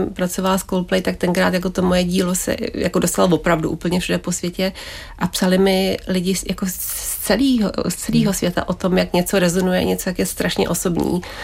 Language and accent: Czech; Hradec Králové, Hradec Králové Region, Czechia; moved away; já jsem vyrůstala v Hradci Králové